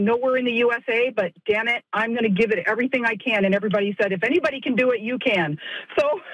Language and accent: English; Windsor, Ontario, Canada; now in Michigan, United States; I'm originally from Windsor, Ontario. I have family across the country. I hadn't been home in 3 years